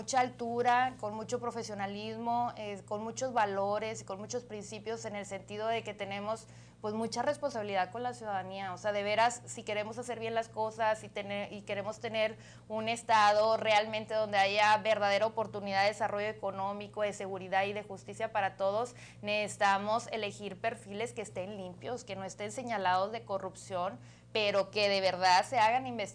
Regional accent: fifth district, Tamaulipas, Mexico; aquí por ejemplo en el quinto distrito, pues es un distrito en el que además de ser mi casa, donde yo nací, he crecido y quiero y amo con todo mi corazón

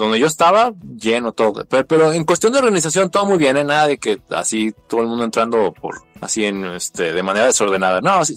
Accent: Guadalajara, Jalisco, Mexico; yo no soy de la Ciudad de México, soy de Guadalajara

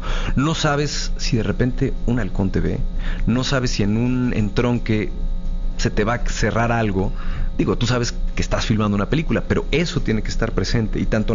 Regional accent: Mexico; también cambiar un poco la visión de lo que somos como mexicanos. Nosotros también podemos sentirnos orgullosos de nuestra cultura, de nuestras historias, de nuestra gente.

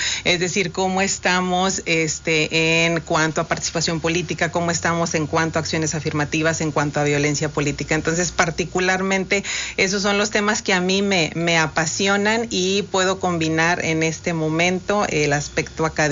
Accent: Valle Hermoso, Tamaulipas, Mexico; moved away as an adult; Yo pues provengo de Vallehermoso, no nací allá, pero toda mi formación básica hasta la preparatoria la realicé allá. Posteriormente me vine acá a la licenciatura

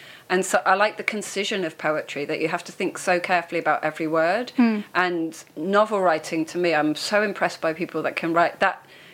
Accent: Manchester, North West England, United Kingdom; I'm a poet from Manchester, and this is my first time in Leek.

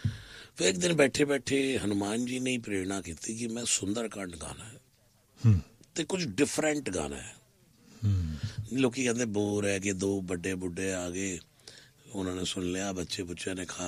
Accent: Delhi, India; born there; ਦੋ ਮੰਦਰ ਬਣਵਾਏ ਜਿੱਥੇ ਮੇਰਾ ਜਨਮ ਹੋਇਆ ਸੀ

